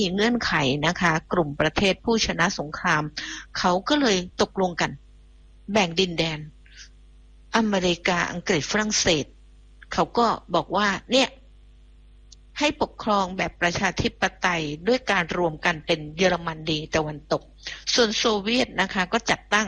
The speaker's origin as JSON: {"language": "Thai", "region": "Phuket", "country": "Thailand", "tie": "born there", "lives_now": "Bangkok, Thailand", "said": "ดิฉันน่ะเกิดจริงดิฉันเกิดถนนดีบุกจังหวัดภูเก็ตเนอแต่ช่วงนี้ดิฉันอยู่กรุงเทพ"}